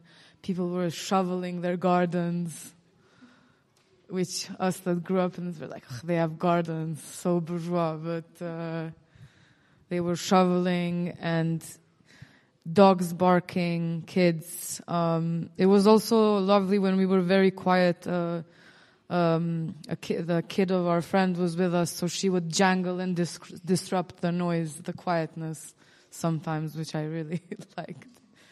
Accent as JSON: {"language": "English", "town": "Pristina", "country": "Kosovo", "tie": "born or raised there", "said": "I grew up in Pristina, so I experienced the sound walk differently"}